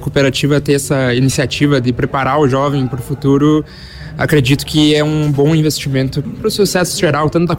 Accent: Água Santa, Rio Grande do Sul, Brazil; sou aqui da cidade de Água Santa.

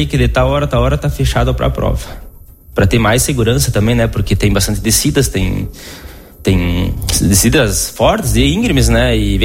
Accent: Brazil; Daí eu falei, não, eu sou brasileiro também, tal, era meu sonho fazer uma prova na Itália

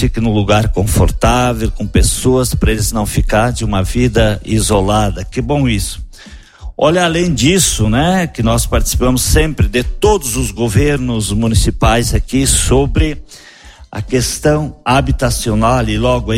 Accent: Marau, Brazil; que bom que nós somos de Marau, que bom que nós moramos em Marau.

